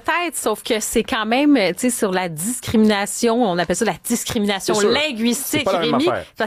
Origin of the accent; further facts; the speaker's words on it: Quebec, Canada; accent: Québécois; nous, les Québécois, avec un accent québécois parlé en anglais